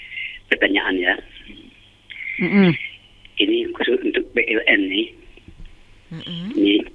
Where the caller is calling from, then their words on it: Bonti, West Kalimantan, Indonesia; kampung kami ini, Lanong, Kelompu, dan Kada itu. Di desa Upek, Sembilan Bunti.